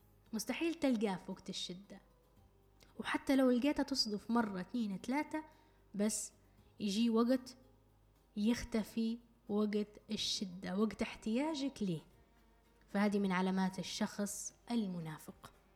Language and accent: Arabic; Libya; accent: Libyan; نقول احنا بلهجتنا الليبية